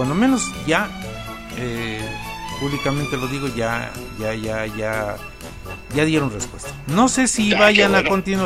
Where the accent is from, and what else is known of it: Mexico